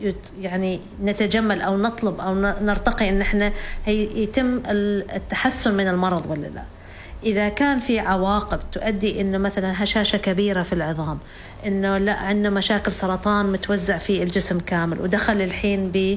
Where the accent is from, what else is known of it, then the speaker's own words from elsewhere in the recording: Oman; هنبدأ نعرف وراثتنا إحنا كعمانيين كيف، الوراثة العربية والوراثة العمانية بالذات، لأن إحنا عندنا تزاوج كبير من الأهل،